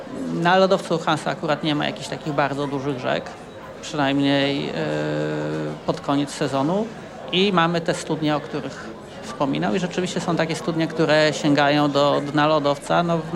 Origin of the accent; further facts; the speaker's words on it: Subcarpathian Voivodeship, Poland; moved away; wychowałem się w Bieszczadach